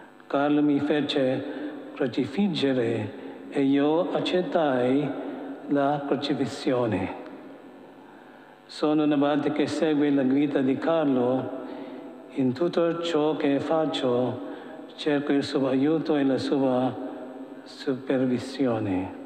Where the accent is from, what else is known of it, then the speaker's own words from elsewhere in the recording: Philippines; Vengo dalle Filippine.